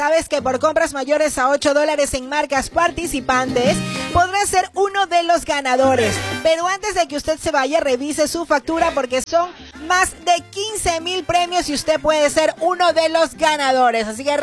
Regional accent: Guayaquil, Guayas, Ecuador; Soy guayaquileño. ¡Que viva Guayaquil!

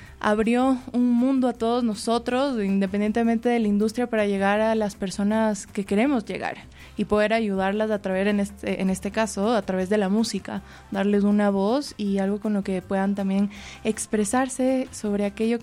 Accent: Ecuador; now in Chile; yo soy de Ecuador, ya. Pero les voy a confesar que no vivo en Ecuador.

